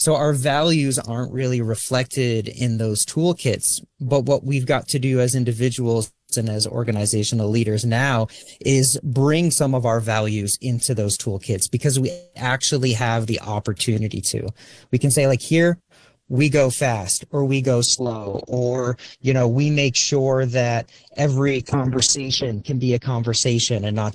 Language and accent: English; New England, United States; now in California, United States; I'm calling in from my hometown. I live in California, but I grew up in New England, and I know these roads like the back of my hand